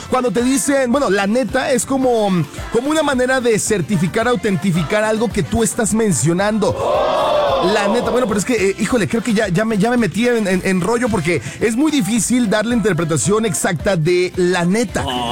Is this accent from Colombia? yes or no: no; Mexico; Yo soy mexicano y ni yo te entendí.